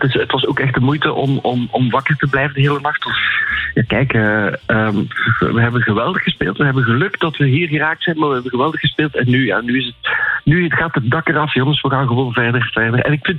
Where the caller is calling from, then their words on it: Belgium; Ik ben als Belg ook een fan van jullie Nederlands.